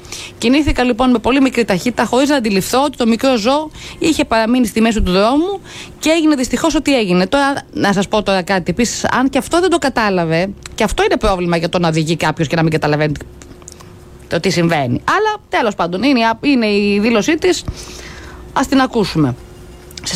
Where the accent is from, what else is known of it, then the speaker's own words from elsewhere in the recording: Western Greece, Greece; moved away; κάτω στο χωριό μου, την Ηλία